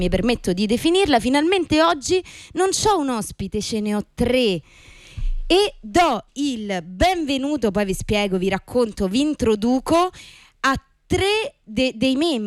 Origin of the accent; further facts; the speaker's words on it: Rome, Lazio, Italy; Anche in dialetto, perché noi siamo de Roma, come